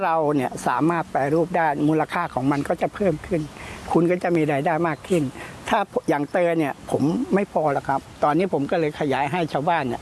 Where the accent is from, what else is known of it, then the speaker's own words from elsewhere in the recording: Pattani, Thailand; แต่จริงๆแล้วผมเป็นลูกหลานเกษตรผมดั้งเดิมผมเป็นคนปัตตานีพ่อผมทำเกษตรพ่อผมทำนาพ่อผมทำสวน